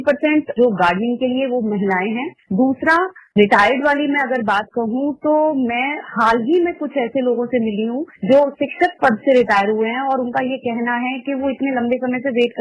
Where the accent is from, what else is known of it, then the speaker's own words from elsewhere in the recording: Delhi, India; नमस्कार सर, मैं दिल्ली शाहदरा से हूँ